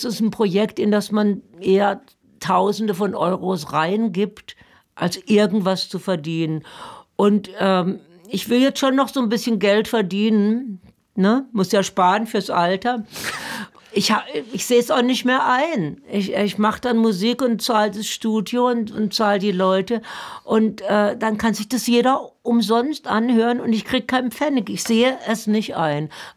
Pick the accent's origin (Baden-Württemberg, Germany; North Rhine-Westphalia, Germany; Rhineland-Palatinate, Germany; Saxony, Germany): Baden-Württemberg, Germany; now in Berlin, Germany; Ich bin jetzt dann doch Berlinerin. Also ich bin Badnerin, stehe ich drauf, aber ich bin auch Berlinerin.